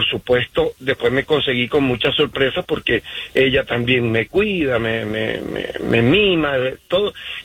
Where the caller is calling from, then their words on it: Utah, United States; Muy buenos días. Los llamo desde Utah. Estoy aquí